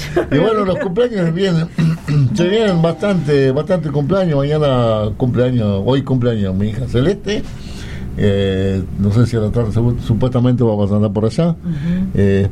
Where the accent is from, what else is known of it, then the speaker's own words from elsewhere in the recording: Santiago del Estero, Argentina; Estoy saludando a nuestros vecinos de Barrio Lindo, somos de Barrio Lindo, partidamente bravo.